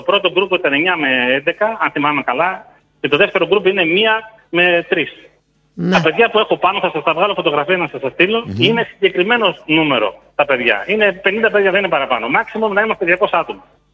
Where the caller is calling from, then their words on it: Larissa, Thessaly, Greece; Εμείς ήρθαμε από Λάρισα.